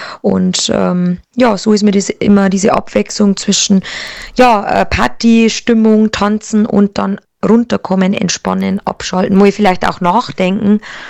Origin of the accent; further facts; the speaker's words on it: Bavaria, Germany; Das ist so, ja, meine Hymne an Bayern, an meine Heimat, an meine Fans direkt auch.